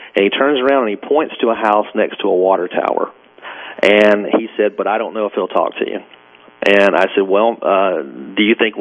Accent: Alabama, United States; now in Savannah, United States; well, I'm from Alabama, but I live in Savannah.

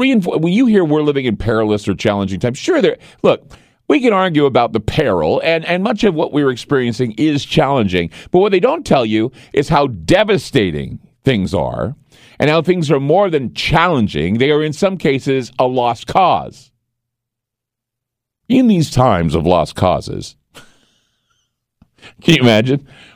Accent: United States; we're American citizens, right?

